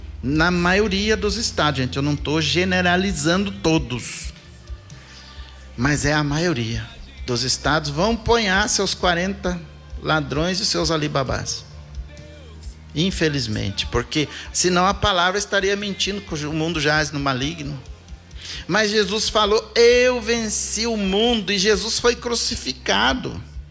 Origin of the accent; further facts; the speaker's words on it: Brazil